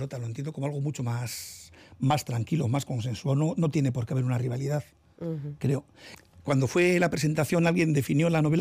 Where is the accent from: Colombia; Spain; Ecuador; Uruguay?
Spain; Basque Country; de donde soy yo, en la margen izquierda, en Nervión.